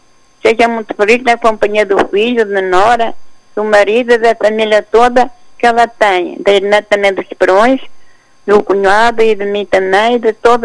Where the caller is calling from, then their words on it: Portugal; sou de Alvar.